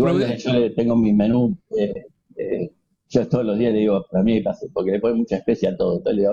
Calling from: Buenos Aires, Argentina; Yo soy de Buenos Aires. Vivo en Buenos Aires. tengo mi familia allá, todo, y hago 2 meses acá y 2 meses allá.

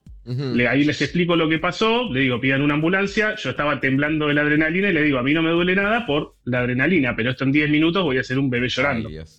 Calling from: Cañuelas, Buenos Aires Province, Argentina; Sí, estoy en Cañuelas, Buenos Aires.

